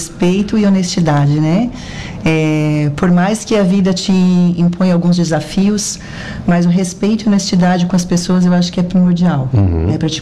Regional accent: Criciúma, Santa Catarina, Brazil; moved away as an adult; now in Araranguá, Brazil; eu sou natural de Criciúma, né? Nasci na terra do tigre

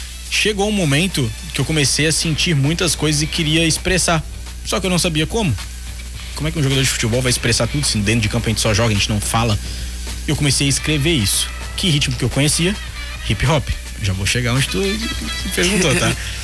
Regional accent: Blumenau, Santa Catarina, Brazil; born there; also born or lived in Belo Horizonte / Minas Gerais; Eu nasci em Belo Horizonte e fui morar em Blumenau com 20 dias de vida.

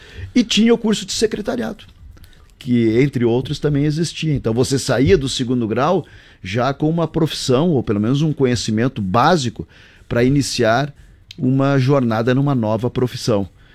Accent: Rio Grande do Sul, Brazil; now in Chapecó, Brazil; Eu não fui criado aqui em Chapecó, fui criado lá na, né, minha parte de infância, adolescência, na Grande Porto Alegre.

